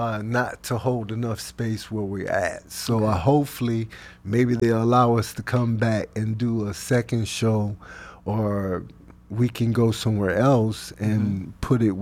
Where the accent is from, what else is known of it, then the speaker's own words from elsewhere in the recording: Rochester, New York, United States; I was raised in Van Acker projects.